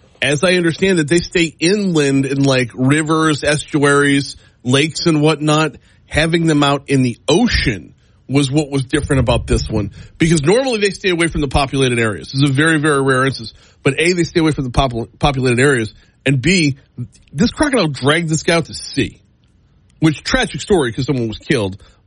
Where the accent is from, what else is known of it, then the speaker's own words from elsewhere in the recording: Madisonville, Louisiana, United States; moved away; Growing up in St. Tammany, I never realized just how backwoods and corrupt we were.